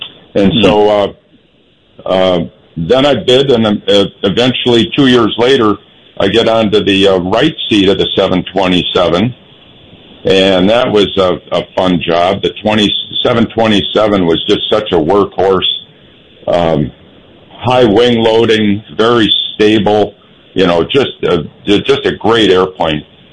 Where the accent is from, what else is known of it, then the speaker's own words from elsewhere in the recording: Minneapolis, Minnesota, United States; moved away as an adult; I get to Northwest Airlines, my hometown. I'm back to Minneapolis